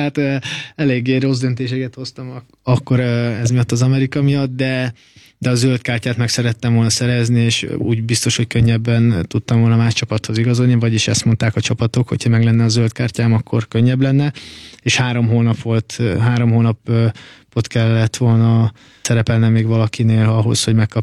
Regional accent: Győr, Győr-Moson-Sopron, Hungary; győri vagyok

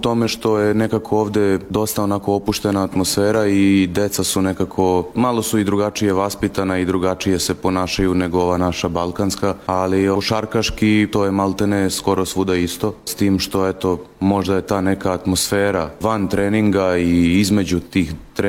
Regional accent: Belgrade, Serbia; iz Beograda sam.

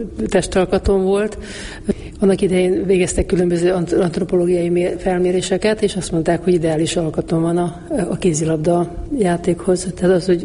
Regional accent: Mezőbánd, Mureș County, Romania; first language Hungarian; moved away as an adult; now in Hungary; ez egy nagy község ez a Mezőbánda, ahol én születtem, és 13 évesen bekerültem Marosvásárhelyre

